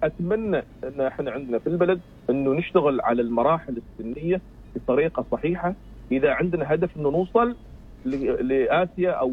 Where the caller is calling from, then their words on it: Oman; أنا يعني لاعب في المنتخب سابق وفي بعض الأندية عندنا في عمان.